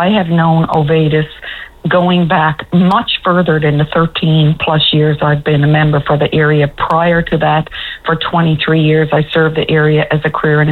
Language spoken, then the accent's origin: English; Charlottetown, Prince Edward Island, Canada; And in recent years, she shared her time really between Norman Bay and my hometown of Charlottetown. And her family lives just one house behind me here in Charlottetown.